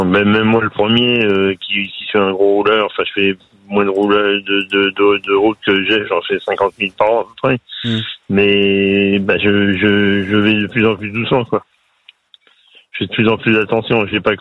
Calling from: Fontainebleau, Île-de-France, France; De Fontainebleau, la région de Fontainebleau.

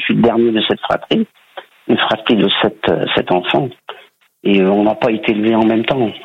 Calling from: Laval, Pays de la Loire, France; Moi j'habite en Mayenne, à Laval.

